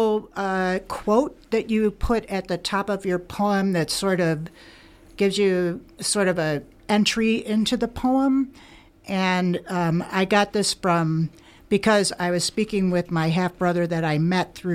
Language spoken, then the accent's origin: English; Canada; born there; Her mother, my grandmother, sent her to Montreal because I was born in Canada, knew it was a girl.